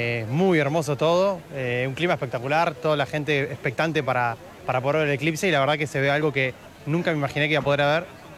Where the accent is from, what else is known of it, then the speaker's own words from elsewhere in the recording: Argentina; Vengo de Argentina, vine por vacaciones, pero no vine específicamente por el eclipse.